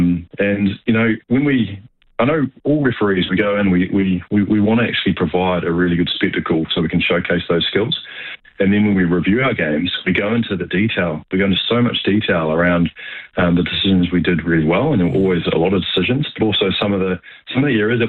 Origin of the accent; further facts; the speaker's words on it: New Zealand; growing up in New Zealand, we grew up this sport.